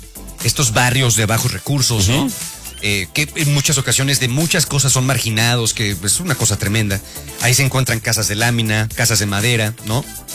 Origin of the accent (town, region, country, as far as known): Mexico